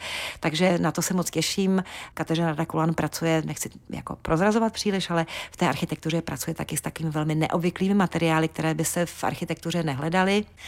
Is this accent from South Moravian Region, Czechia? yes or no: no; Prague, Czechia; moved away as an adult; now in Humpolec, Czechia; já třeba osobně jsem Pražák jako poleno, jak se říká, ale Humpolec mi velmi jaksi přirostl prostě k srdci a vlastně trávím tady už mnohem víc času než v Praze, takže už se cítím být víc jako Humpolačkou